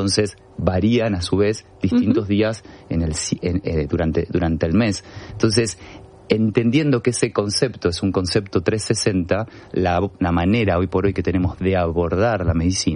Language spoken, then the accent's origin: Spanish; Argentina; Para mí, como argentino, estar en un programa de radio de España, de Madrid, que quiero tanto